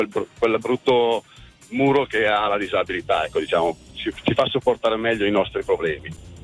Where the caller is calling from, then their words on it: Castiglione delle Stiviere, Lombardy, Italy; Io sono di Castiglione Stiviere